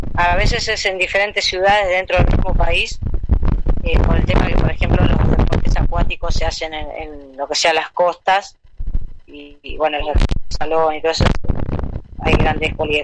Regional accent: Buenos Aires, Argentina; now in Neuquén, Argentina; así que soy más neuquina que bonaerense ya.

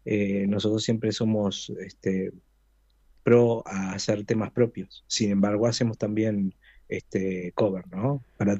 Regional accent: Piriápolis, Maldonado, Uruguay; como ya saben, somos de Piriápolis.

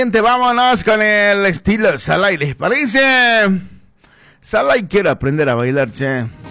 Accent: Bolivia; Somos del Estado Plurinacional de Bolivia.

